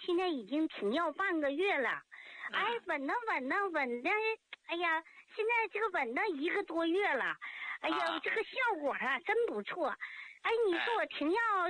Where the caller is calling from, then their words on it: Tangshan, Hebei, China; 我是唐山的，河北唐山的。